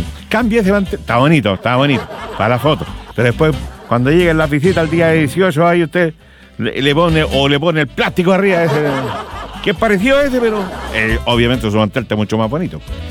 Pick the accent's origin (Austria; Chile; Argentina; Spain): Chile; Hay que echarla a tallo, si usted sabe cómo somos los chilenos.